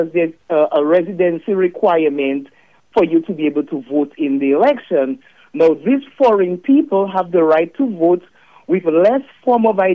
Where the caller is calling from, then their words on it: Dominica; I'm from Dominica. Dominica is a Commonwealth island. So I would consider myself as a Commonwealth citizen.